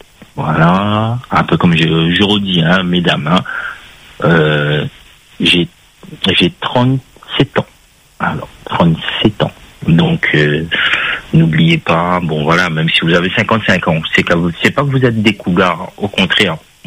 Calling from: Saint-Denis, Réunion; J'habite sur Saint-Denis.

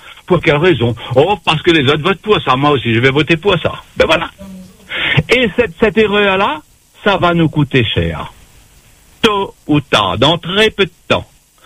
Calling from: France; Sauf chez nous, en France.

